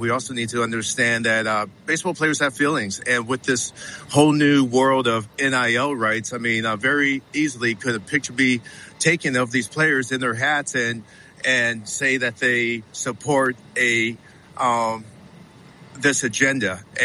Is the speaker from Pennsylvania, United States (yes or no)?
no; Orlando, Florida, United States; I grew up in Orlando, Florida, have plenty of friends who are gay, and we get along great.